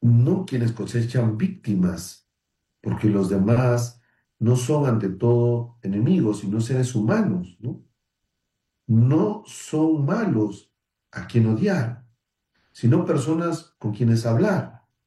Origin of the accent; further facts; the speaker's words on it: Tumbes, Peru; now in Lima, Peru; Yo también soy de provincia, de Tumbes, le saludo a mi mamá que está en Tumbes, y los de Lima, vivo en Lima, aunque soy de provincia